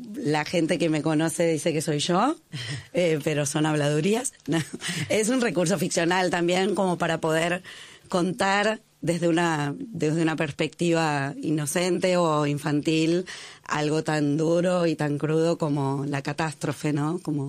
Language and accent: Spanish; Lanús, Buenos Aires Province, Argentina; Somos todos de Lanús.